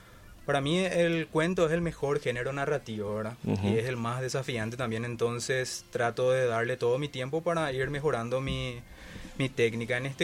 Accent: Ciudad del Este, Alto Paraná, Paraguay; born there; now in Fernando de la Mora, Paraguay; yo nací en Ciudad del Este, pero ya desde hace 30 años que vivo en Fernando de la Mora

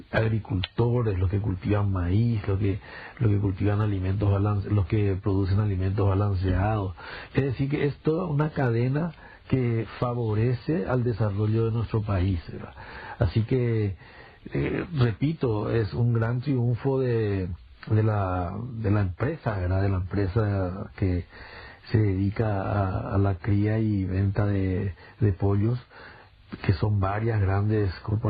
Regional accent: Paraguay; con lo que nosotros como paraguayos logramos la trilogía de las proteínas en Taiwán

